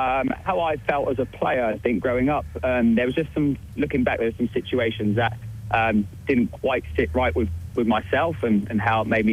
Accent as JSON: {"language": "English", "town": "Portsmouth", "region": "South East England", "country": "United Kingdom", "moved": "as an adult", "lives_now": "Sydney, Australia", "said": "Yeah, so I'm originally from England, Portsmouth."}